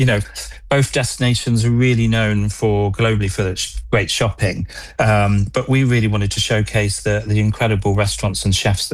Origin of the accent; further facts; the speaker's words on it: London, United Kingdom; You know, I'm a Londoner. I've lived here 23 years, and I think we all tend to stay in our own little local neighbourhoods. I live in East London.